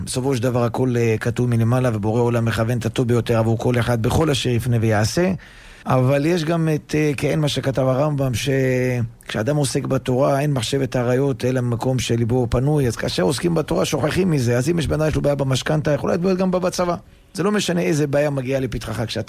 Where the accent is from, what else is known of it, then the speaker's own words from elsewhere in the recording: Netanya, Central District, Israel; אני יכול לומר ממקום האישי, שאני גדלתי במשפחה שאומנם לא בדיוק חרדים, ובעיקר בעיקר השכונה שבה ברוך השם...